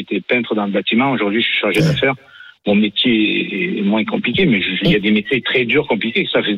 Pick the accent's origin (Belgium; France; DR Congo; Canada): Canada; Quebec; moi, je suis d'origine du Québec, et chez moi, la retraite est à 67 ans depuis longtemps.